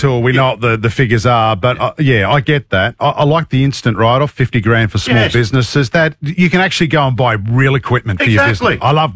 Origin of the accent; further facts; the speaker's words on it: Sydney, New South Wales, Australia; now in Queensland, Australia; I mean, I do work in Queensland, Leaves, but I'm from Sydney. I'm a Yagoona boy. Birron boys high.